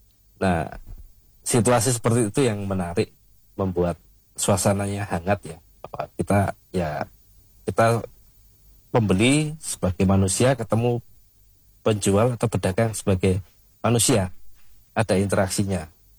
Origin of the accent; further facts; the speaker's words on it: Ponorogo, East Java, Indonesia; now in Yogyakarta, Indonesia; walaupun saya orang Ponorogo tinggal di Jogja